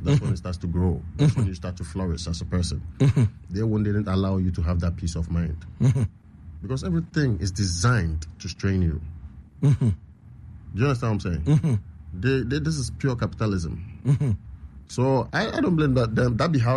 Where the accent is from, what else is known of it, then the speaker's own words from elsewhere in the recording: Ashanti, Ghana; I come from the Ashanti Kingdom, so that's why I speak this language.